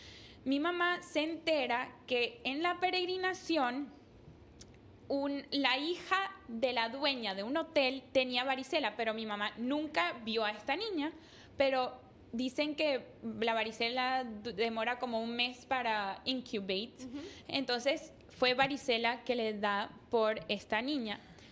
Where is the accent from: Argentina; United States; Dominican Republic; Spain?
United States; Miami, Florida; born there; Mis papás son de Colombia y ellos se mudan antes de que existiera yo, aquí a Miami con mis 3 hermanos